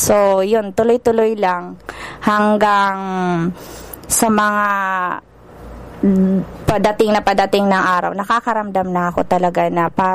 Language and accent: Tagalog; Pio Duran, Bicol Region, Philippines; from Binodigahan, Piudoran, Albay.